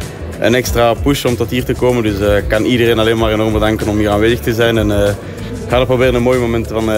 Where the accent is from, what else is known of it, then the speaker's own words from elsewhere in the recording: Aalst, Flanders, Belgium; born there; Ja, kijk er wel echt naar uit om hier in mijn geboortestad nog eens te kunnen koersen, want dat is toch al ondertussen 7 jaar geleden, dus lang geleden.